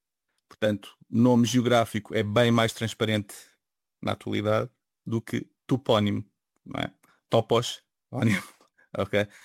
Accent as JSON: {"language": "Portuguese", "country": "Portugal"}